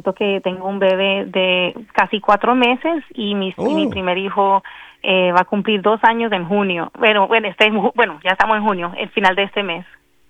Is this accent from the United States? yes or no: yes; New Jersey, United States; born there; accent: Colombian (Antioquian); Sí, soy de Medellín. Bueno, mis padres nací en New Jersey, aquí en Estados Unidos, y me crié acá en Estados Unidos, pero sigo con un poquitico de acento colombiano.